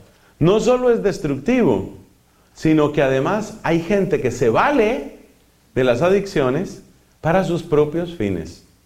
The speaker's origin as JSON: {"language": "Spanish", "country": "Colombia", "said": "En mi país, para vergüenza de Colombia, y esto sucede en otros sitios"}